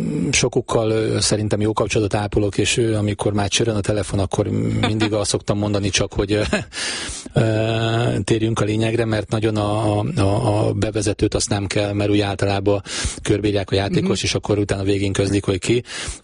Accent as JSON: {"language": "Hungarian", "town": "Pécs", "region": "Baranya", "country": "Hungary", "moved": "as an adult", "lives_now": "Nyíregyháza, Hungary", "said": "én is egy megyeszékhelyről érkezek, ugye én pécsi vagyok"}